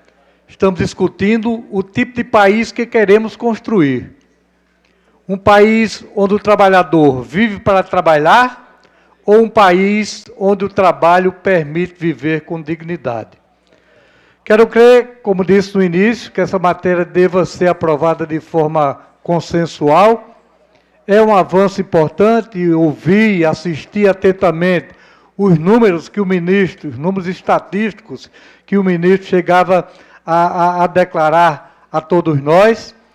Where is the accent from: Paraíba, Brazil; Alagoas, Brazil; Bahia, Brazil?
Paraíba, Brazil; enquanto paraibano